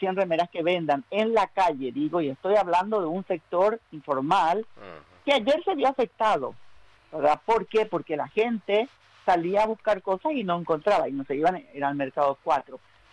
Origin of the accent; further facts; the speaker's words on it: Paraguay; Y hablo como paraguaya, por eso hablo en plural.